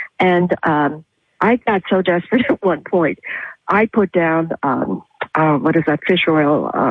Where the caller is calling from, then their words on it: Glens Bay, New York, United States; I'm actually calling from Glens Bay, New York, a little hamlet in Sullivan County.